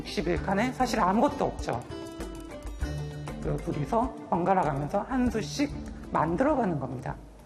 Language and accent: Korean; Sinan, South Jeolla, South Korea; 제 고향 신안에서 하게 돼서